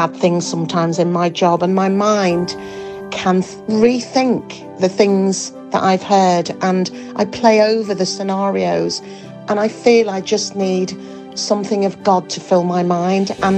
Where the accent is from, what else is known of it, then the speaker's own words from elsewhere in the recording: Leeds, Yorkshire and the Humber, United Kingdom; from Leeds.